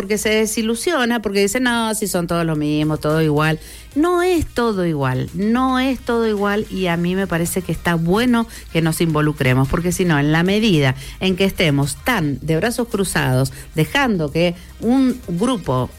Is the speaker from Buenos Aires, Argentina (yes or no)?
no; Mendoza, Argentina; el cachetazo que hemos recibido como mendocinos